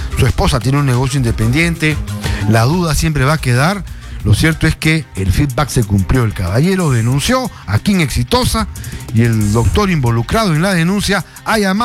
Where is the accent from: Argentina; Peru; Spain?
Peru; Así somos los peruanos